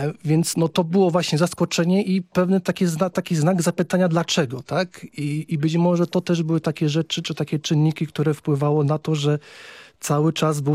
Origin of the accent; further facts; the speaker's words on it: Kraków, Lesser Poland, Poland; U nas w Krakowie